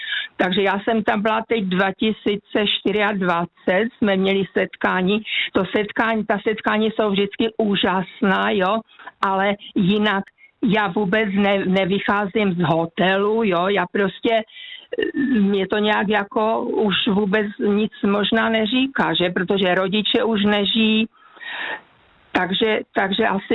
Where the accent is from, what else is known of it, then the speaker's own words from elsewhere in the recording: Ostrava, Moravian-Silesian Region, Czechia; now in Hamburg, Germany; A přitom jsme byli v mém rodném městě, já pocházím z Ostravy, ve čtvrti, kde jsem měla spoustu přátel, rodiny a tak dál.